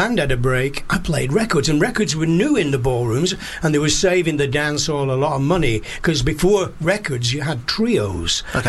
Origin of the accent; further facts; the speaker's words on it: Oldham, North West England, United Kingdom; accent: northern; I'm from Oldham.